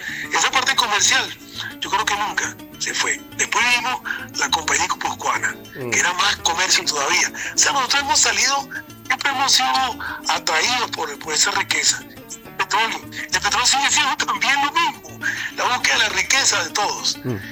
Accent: Venezuela; moved away as an adult; now in Colombia; yo soy de la República Bolivariana de Venezuela, presente en este acto.

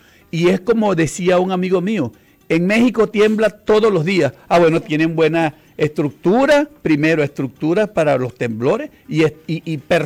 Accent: Lechería, Anzoátegui, Venezuela; moved away; desde mi pueblo allá donde yo nací, en Lechería

